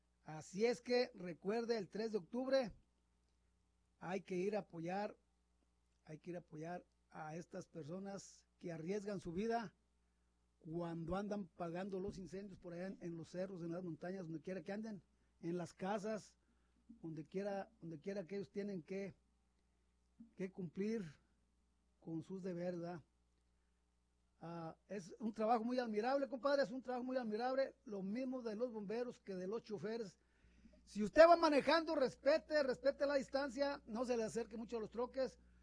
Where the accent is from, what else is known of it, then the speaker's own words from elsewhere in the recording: Mexico; Todas las personas que venimos de por allá de México, todas las personas que cruzamos